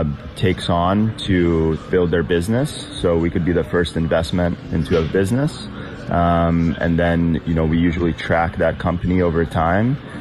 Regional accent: Malta; now in United States; I was born and raised in Malta, the tiny island in the Mediterranean. I grew up with a dream myself, which was very simple. It was to move to the United States and become American.

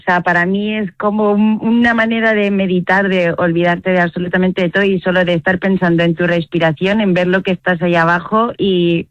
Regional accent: Madrid, Community of Madrid, Spain

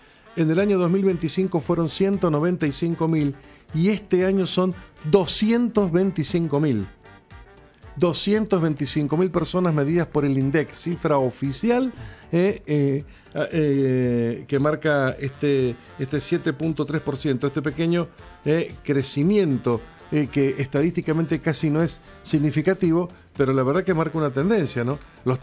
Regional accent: Mendoza, Argentina; 1.069.000 somos los habitantes del Gran Mendoza

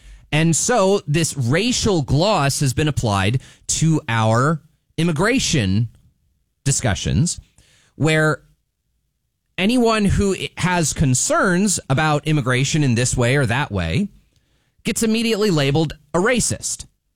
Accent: United States; born there; I'm an American. I love this country. I live in this country. I was born in this country.

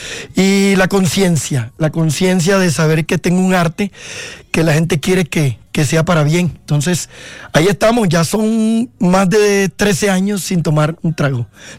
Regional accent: Valledupar, Cesar, Colombia; Yo soy vallenato de Valledupar.

